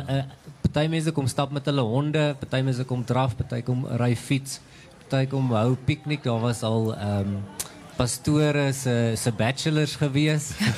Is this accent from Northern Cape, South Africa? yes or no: no; Klerksdorp, North West, South Africa; born there; het ek al gekry om terug te kom Klerksdorp toe. Ja. En dit is nogal interessant, hierdie was op my laerskool saamtrek hier oorkant ons